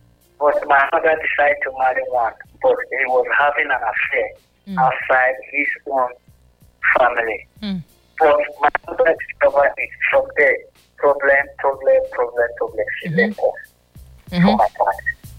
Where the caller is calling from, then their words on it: England, United Kingdom; I'm calling from England.